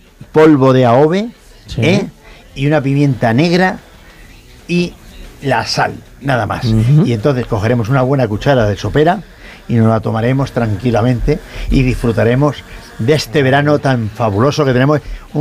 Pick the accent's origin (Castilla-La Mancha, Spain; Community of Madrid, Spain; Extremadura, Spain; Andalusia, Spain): Castilla-La Mancha, Spain; Toledo